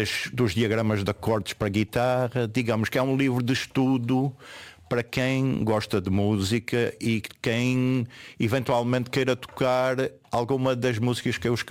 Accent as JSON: {"language": "Portuguese", "country": "Portugal", "tie": "born there", "said": "da minha terra, portanto, da relva, okay, da freguesia onde eu nasci."}